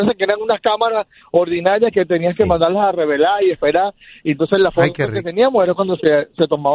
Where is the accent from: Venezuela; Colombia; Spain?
Venezuela; Maracay, Aragua; Sí, en Maracay, claro, sí. Yo soy venezolano.